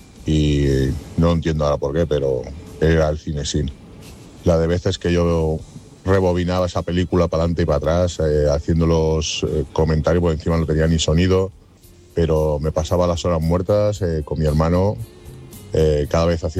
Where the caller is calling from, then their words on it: Madrid, Community of Madrid, Spain; de Madrid.